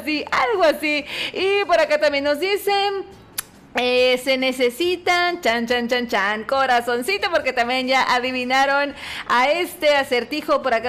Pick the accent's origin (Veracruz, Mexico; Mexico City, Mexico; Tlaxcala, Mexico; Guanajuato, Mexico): Veracruz, Mexico; Coatzacoalcos; soy de Cuatza